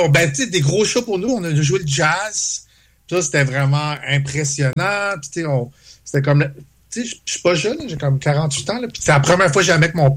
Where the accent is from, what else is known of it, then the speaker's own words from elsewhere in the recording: Châteauguay, Quebec, Canada; Tu sais, juste comme quand j'étais jeune, je venais de Châteauguay, de la banlieue, voir les shows.